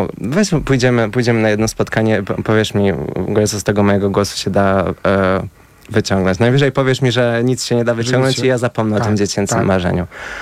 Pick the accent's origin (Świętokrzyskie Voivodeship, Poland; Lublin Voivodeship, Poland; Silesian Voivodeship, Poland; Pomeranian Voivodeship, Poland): Świętokrzyskie Voivodeship, Poland; Kielce; Ja pochodzę z Kielc, tak. Nie jestem takim małym miastem, ale też chciałem zrobić ten krok.